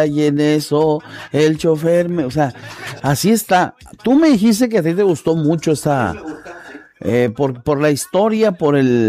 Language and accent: Spanish; Mexico